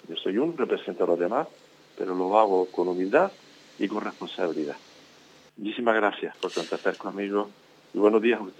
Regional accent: Canary Islands, Spain; con un pueblo, con unas tradiciones, con la gente que somos, la sociedad canaria

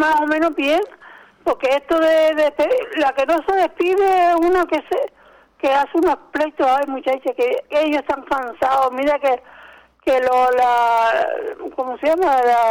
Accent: Canary Islands, Spain; Yo soy peninsular y canario, fíjate tú.

